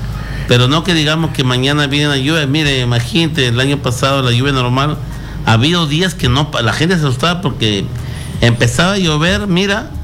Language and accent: Spanish; Catacaos, Piura, Peru; moved away as an adult; also born or lived in Chiclayo / Salas / Penachí; now in Chulucanas, Peru; yo siempre he parado allá en el norte, soy del norte, ¿no? Yo soy de Catacaos, pero trabajo muchos años ahí en la Guaringa y Salas, Chiclayo, Penachí y la Guaringa. Y ahora, pues ya hace 10 años, ¿no? Un poquito más, que entré a Chulucanas